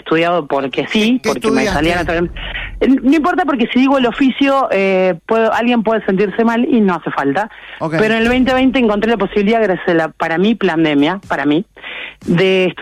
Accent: Uruguay; Soy uruguaya

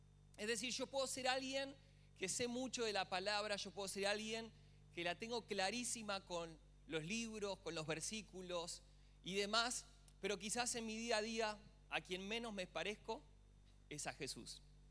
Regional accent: Argentina

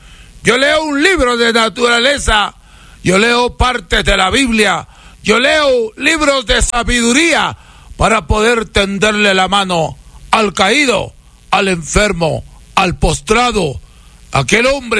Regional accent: Peru; now in Salcedo, Ecuador; tengo familiares, yo soy peruano

